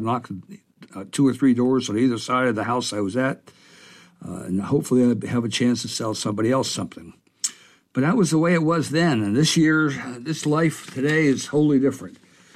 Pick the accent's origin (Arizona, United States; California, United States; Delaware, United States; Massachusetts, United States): Delaware, United States; moved away as an adult; also born or lived in Canada; now in Wilkes-Barre, United States; I was from Delaware, by the way. I was, most of my life, I lived close to the beach.